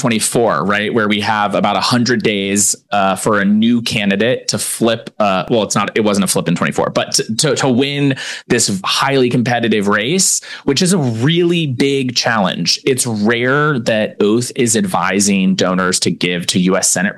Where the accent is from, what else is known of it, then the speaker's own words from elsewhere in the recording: Ohio, United States; moved away as an adult; now in New York, United States; I'm a fellow Midwesterner. I'm from Ohio and am a Buckeye.